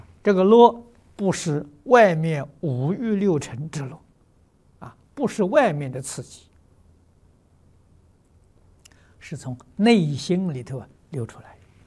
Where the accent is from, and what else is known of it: China